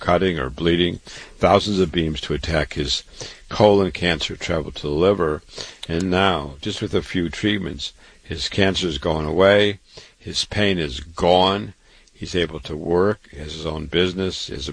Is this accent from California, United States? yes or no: no; Waterloo, Iowa, United States; born or raised there